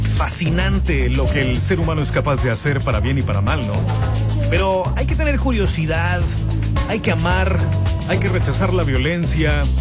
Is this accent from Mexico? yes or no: yes; Mexico; somos mexicanos.